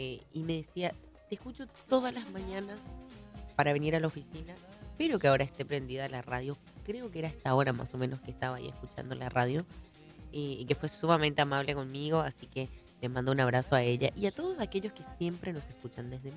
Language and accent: Spanish; Encarnación, Itapúa, Paraguay; era cosa que se decía en mi ciudad al menos, yo soy de Encarnación